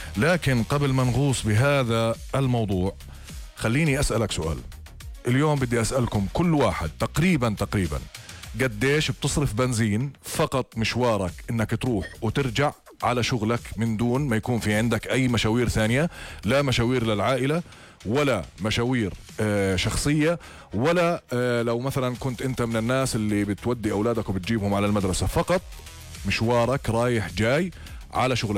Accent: Jordan; اليوم أصبح عندنا لتر الديزل في الأردن 90 قرش

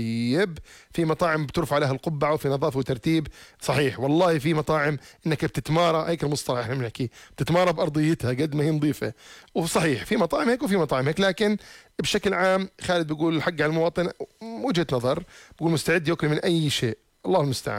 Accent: Jordan; موضوع الرقابه على الاغذية عندنا في الاردن والله انهم شديدين.

